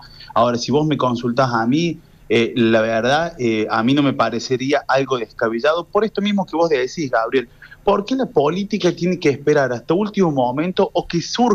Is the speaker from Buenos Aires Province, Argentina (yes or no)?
no; Villa de María del Río Seco, Córdoba, Argentina; en Villa de María, en nuestro departamento